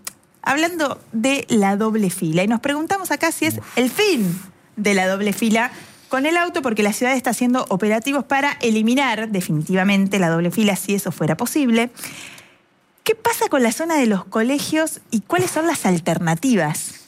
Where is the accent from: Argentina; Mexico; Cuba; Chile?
Argentina; La Dulce, Buenos Aires Province; moved away; also born or lived in La Plata; Yo soy de La Dulce, no, Polito, no. cerca de Necochea.